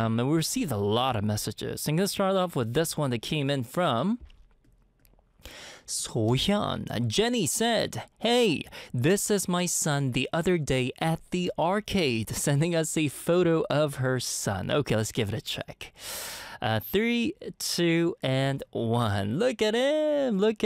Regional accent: Canada; moved away as an adult; now in Korea; I was raised in Canada. I left the country a long time ago.

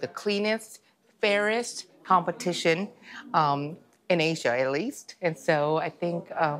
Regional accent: South Korea; in Korea, in my home country

